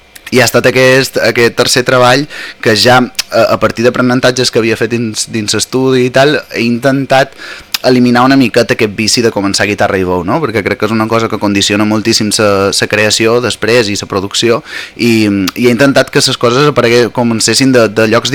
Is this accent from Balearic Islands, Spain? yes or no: yes; Mallorca, Balearic Islands, Spain; also born or lived in Lleida; ja fa més anys que estic a casa, a Mallorca